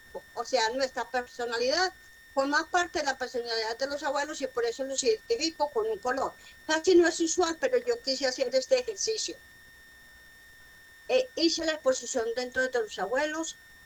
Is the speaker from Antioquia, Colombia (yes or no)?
yes; Antioquia, Colombia; nosotros como antioqueños tenemos una cultura que es la cultura paisa.